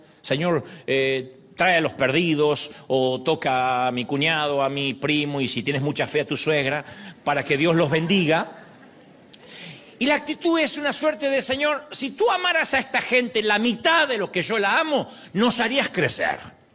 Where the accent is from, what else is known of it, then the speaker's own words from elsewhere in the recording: Argentina; moved away; Hace algunos años llegó un respetado predicador a la Argentina. Yo vivía allá